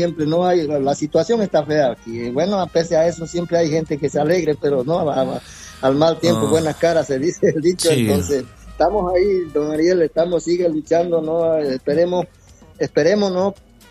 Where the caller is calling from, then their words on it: Bolivia; nosotros como bolivianos